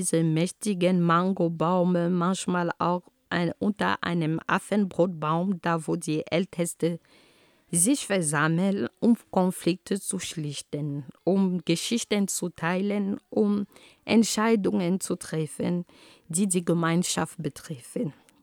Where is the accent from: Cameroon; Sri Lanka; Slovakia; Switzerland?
Cameroon; first language Homala; German is a second language; In meiner Heimat Kamerun heißt dieser Baum Pfeking oder Pfeking, je nach Region oder Sprache. Also meine Muttersprache lautet Homala.